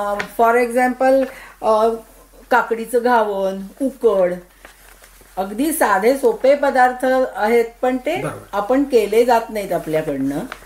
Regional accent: Mumbai, Maharashtra, India; moved away as an adult; also born or lived in Pune / Sydney; now in Melbourne, Australia; माझं लहानपण मुंबईत शिवाजी पार्क एरियामध्ये गेलं. माझ्या घरी आम्ही आजी आजोबा आई वडील आणि आम्ही तिघं भावंड असे राहत होतो. नंतर लग्न झाल्यावर मी पुण्यात आले.

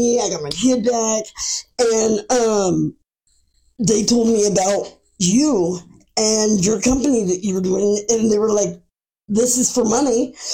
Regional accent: Sacramento, California, United States; Yes, I grew up here in Sacramento.

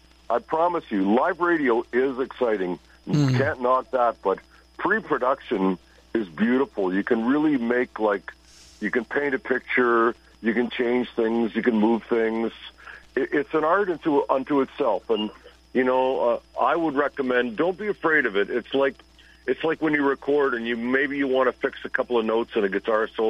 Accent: Toronto, Ontario, Canada

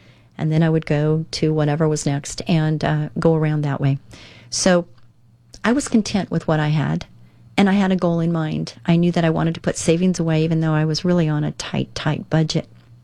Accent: California, United States; I grew up in Orange County, and it was very, very relevant. Don't get offended, Orange County. I am a native Orange Countyan.

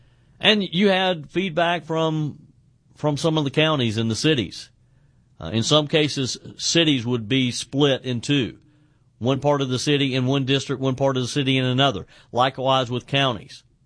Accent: South Carolina, United States; A lot of news in my home state of South Carolina, as we have some very odd things happening in Palmetto politics.

